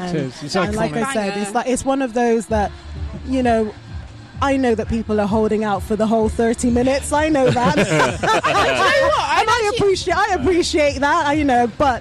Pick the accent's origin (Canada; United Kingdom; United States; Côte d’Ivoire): United Kingdom; Bristol, South West England; So I'm from Bristol.